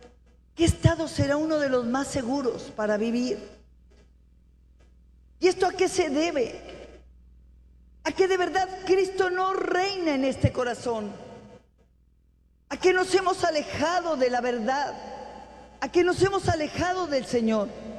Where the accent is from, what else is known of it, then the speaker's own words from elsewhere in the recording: Mexico; en mi país? En mi México.